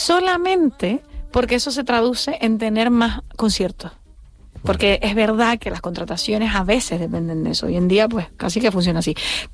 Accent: Tacoronte, Canary Islands, Spain; born there

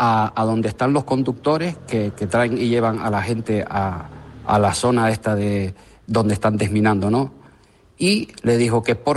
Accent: Spain; yo, como español que soy

